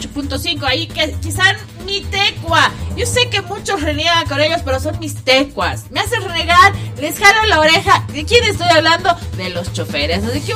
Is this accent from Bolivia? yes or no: yes; Bolivia